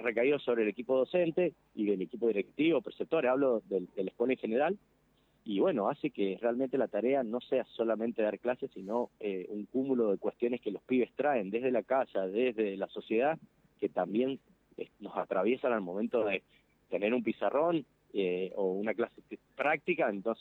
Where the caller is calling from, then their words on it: Costa de Araujo, Mendoza, Argentina; yo vivo en Costa Araujo